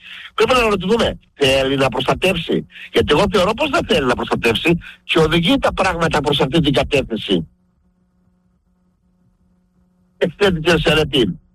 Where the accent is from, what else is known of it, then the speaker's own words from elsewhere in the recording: Greece; εγώ σαν Έλληνας πολίτης